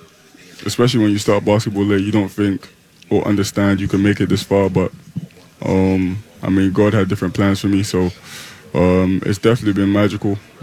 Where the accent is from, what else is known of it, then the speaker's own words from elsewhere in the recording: London, United Kingdom; Yeah, 100%.